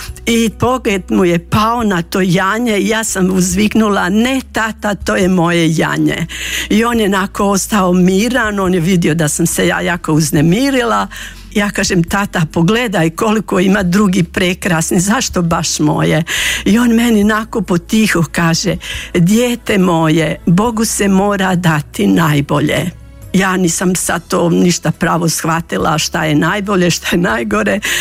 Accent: Grabovica, Federation of Bosnia and Herzegovina, Bosnia & Herzegovina; Ja sam rođena u Grabovici, znači općina Tomislavgrad.

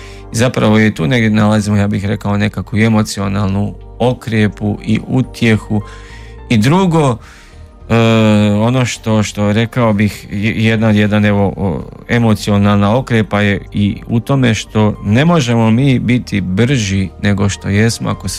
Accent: Babska, Vukovar-Srijem County, Croatia; moved away; rodom sam iz mjesta Babska gdje rad odlazim, gdje žive i moji.

